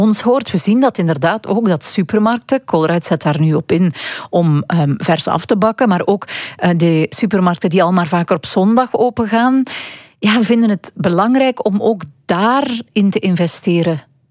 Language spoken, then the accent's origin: Dutch; Belgium; Blijkbaar zijn wij Belgen nog altijd wel echte broodliefhebbers.